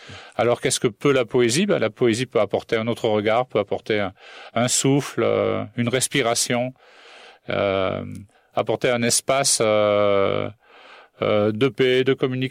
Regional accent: south of France, France; moved away as an adult; also born or lived in Paris / Nova Scotia, Canada; je suis né en France. Je suis né à Paris, j'ai grandi dans le sud de la France. Okay. Donc, ça m'a marqué.

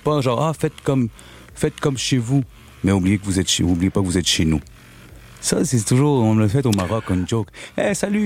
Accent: Montreal, Quebec, Canada; Et c'est pour ça que j'ai fait la chanson … Parce que moi, j'adore ma ville. J'ai grandi au plateau.

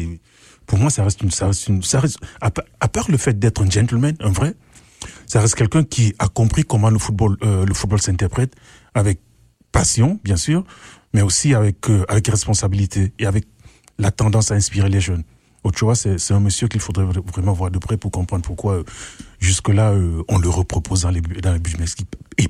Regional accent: Italy; moved away; Moi, je viens d'Italie.

